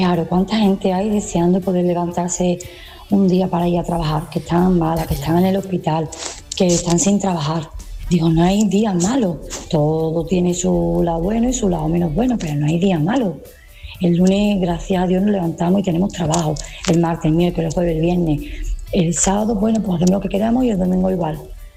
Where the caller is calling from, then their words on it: Seville, Andalusia, Spain; Buenos días desde Sevilla.